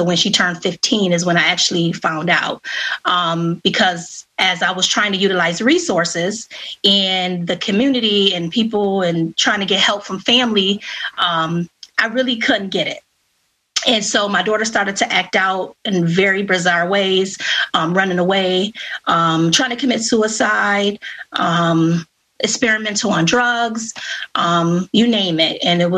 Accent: Rochester, New York, United States; And I am born and raised in Rochester, New York. I am a mother of three, 23, 12, and 3 years old.

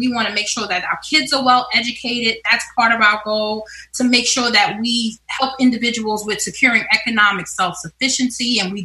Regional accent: New York City, New York, United States; moved away as an adult; now in Rochester, United States; Oh, I grew up in Brooklyn.

